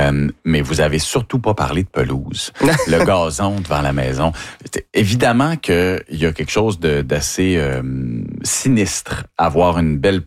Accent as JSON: {"language": "French", "town": "Dolbeau-Mistassini", "region": "Quebec", "country": "Canada", "said": "Moi, je viens de Dolbeau-Mistassini. Saguenay-Lac-Saint-Jean, du coup."}